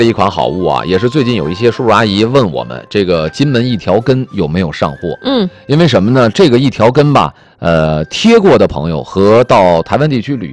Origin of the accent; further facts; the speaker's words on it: Northeast China, China; moved away; 再过2天我老家就该供暖了。